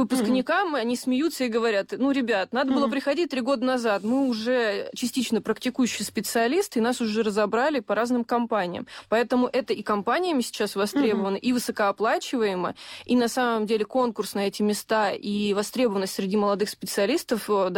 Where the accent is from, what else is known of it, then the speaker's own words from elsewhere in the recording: Krasnodar Krai, Russia; moved away; я родом из Краснодарского края